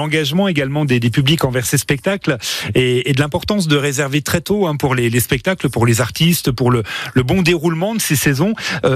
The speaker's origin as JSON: {"language": "French", "region": "Bourgogne-Franche-Comté", "country": "France", "said": "chez nous, en Franche-Comté"}